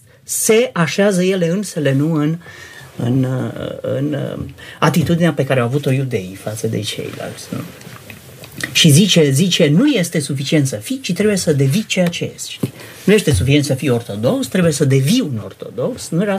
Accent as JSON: {"language": "Romanian", "country": "Romania", "said": "adică suntem ortodoxi, suntem români"}